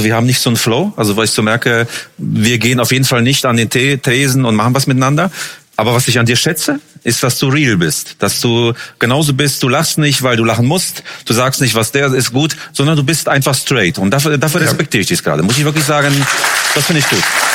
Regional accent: Poland; moved away; Ich definiere mich ja nicht nur als Pole, sondern ich bin ein politischer, wacher Mensch, der durch die Gegend läuft mit einem polnischen Background.

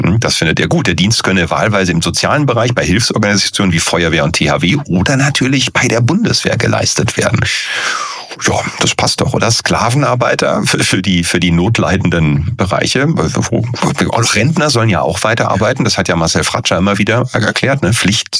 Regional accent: Berlin, Germany; born or raised there

